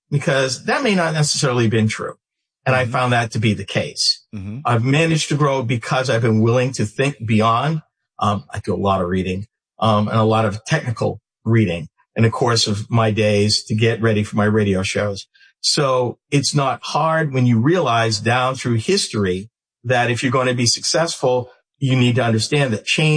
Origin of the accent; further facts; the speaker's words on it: New England, United States; I grew up in New England.